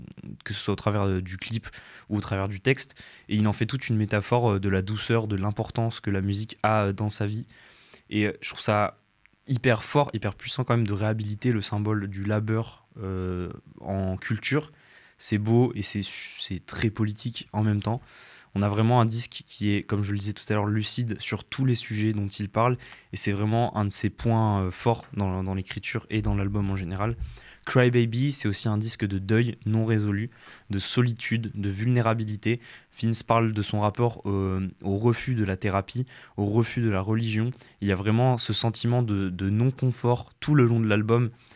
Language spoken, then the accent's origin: French; France; en tant que français